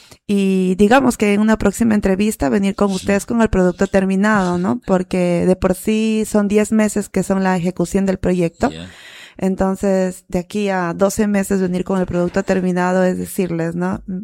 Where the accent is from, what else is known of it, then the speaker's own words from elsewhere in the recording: Cachillaco, San Martín, Peru; Nosotros venimos de la comunidad de Cachillaco, que está en el distrito de Pólvora, en la provincia de Tocache.